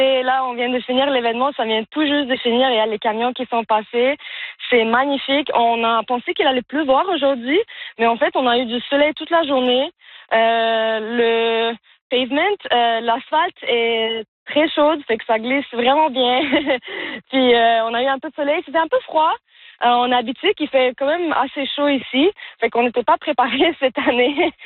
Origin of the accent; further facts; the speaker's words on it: Montreal, Quebec, Canada; moved away; Moi, je suis de Montréal originalement.